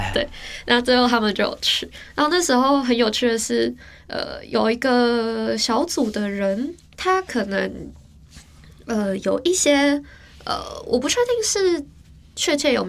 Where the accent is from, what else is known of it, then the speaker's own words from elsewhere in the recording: Taiwan; 为了要给我们台湾人看